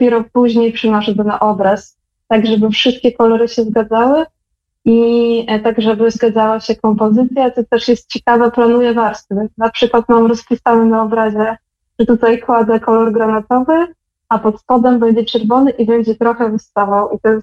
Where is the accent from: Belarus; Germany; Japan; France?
Belarus; moved away; dużo myślę o swoim kodzie kulturowym i o tym, co zostało u mnie w pamięci ze mną po tym, jak dorastałam na Białorusi.